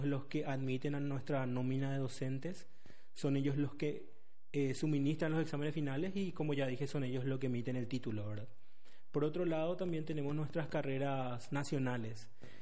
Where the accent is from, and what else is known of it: Paraguay